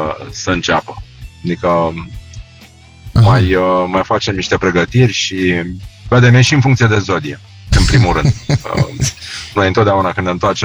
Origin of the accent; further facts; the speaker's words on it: Brăila County, Romania; La noi în Brăila se mânca rece.